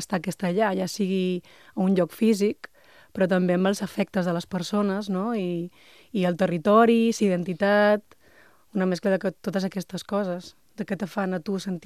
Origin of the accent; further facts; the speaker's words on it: Balearic Islands, Spain; born there; Catalan is a second language; que som aquestes persones que som fills de guiris nascuts a les illes